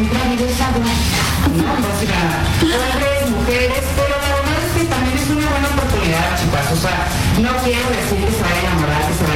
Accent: Monterrey, Nuevo León, Mexico; muchas personas de Monterrey, y me incluyo

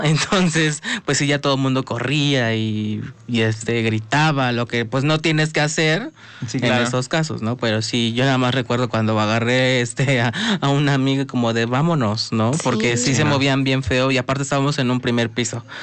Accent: Mexico; como mexicanos, como que no tenemos esa costumbre de aprender de nuestros errores

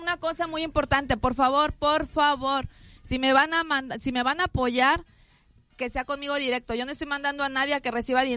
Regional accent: Veracruz, Mexico; como buena veracruzana, buena jarocha.

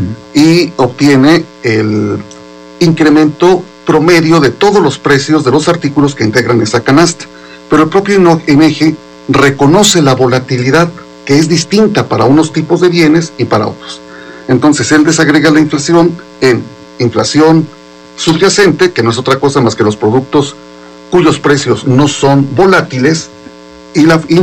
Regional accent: Mexico; Es la base de nuestra dieta como mexicanos.

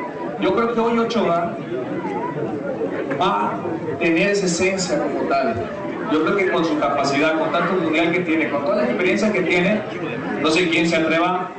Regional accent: Mexico; es lo mejor que tenemos como fútbol, como mexicano, ¿no?

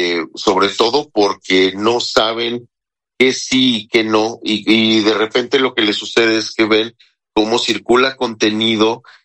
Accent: Mexico

